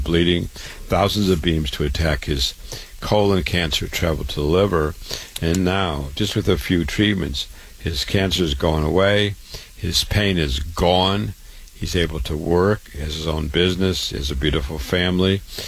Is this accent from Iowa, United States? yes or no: yes; Waterloo, Iowa, United States; I was born and raised in Waterloo, Iowa. I went to medical school there.